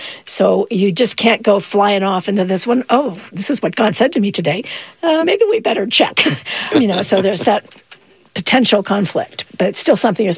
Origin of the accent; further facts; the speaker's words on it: Latrobe, Pennsylvania, United States; If you're looking for a Benedictine one, I'll send you to my hometown, Latrobe, Pennsylvania.